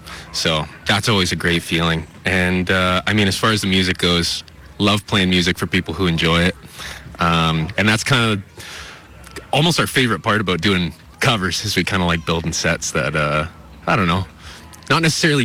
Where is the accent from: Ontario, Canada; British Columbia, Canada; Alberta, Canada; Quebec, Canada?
British Columbia, Canada; Campbell River; We're from Campbell River